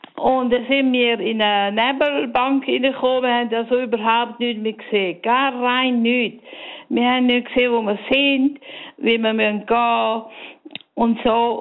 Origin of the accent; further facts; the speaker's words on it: Graubünden, Switzerland; now in Davos, Switzerland; ich bin im Engadin aufgewachsen, gross geworden